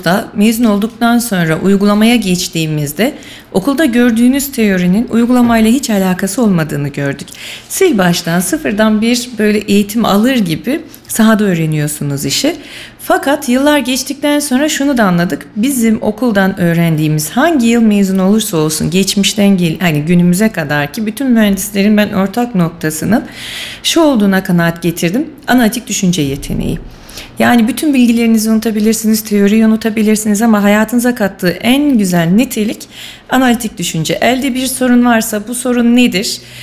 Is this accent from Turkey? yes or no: yes; Kayseri, Turkey; born there; ben 1989 Kayseri doğumluyum.